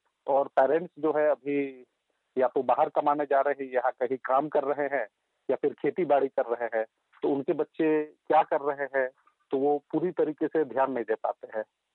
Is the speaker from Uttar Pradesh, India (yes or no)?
no; Pandrasali, Jharkhand, India; also born or lived in Bihar; और मैं पंद्रह साली गाँव जो की मंझारी प्रखंड में है, मैं यहाँ का निवासी हूँ।